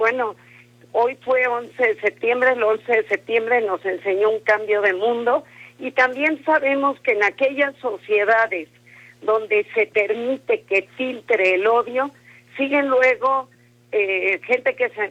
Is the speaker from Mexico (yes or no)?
yes; Mexico; somos tercera y cuarta generación en México